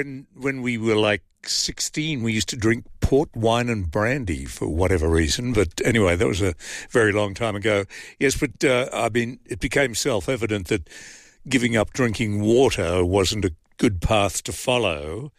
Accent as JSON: {"language": "English", "country": "Australia", "said": "Perhaps being an Australian bureaucrat, I'm thinking."}